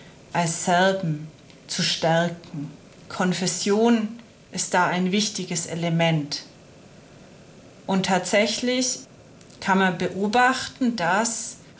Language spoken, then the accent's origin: German; Germany; born there; ich habe zufällig als Kind in Deutschland schon serbische, aber auch bulgarische und mazedonische Volkstänze kennengelernt